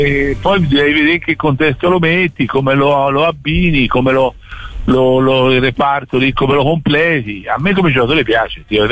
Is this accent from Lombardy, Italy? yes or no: no; Florence, Tuscany, Italy; da fiorentino che ha lavorato 5 anni a Pisa, il Dio è forte, la rivalità fortissima.